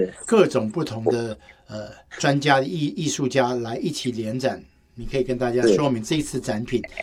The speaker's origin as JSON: {"language": "Chinese", "region": "Tainan", "country": "Taiwan", "tie": "born or raised there", "said": "因为我的老家在台南哦，台南有一个地方叫南鲲身"}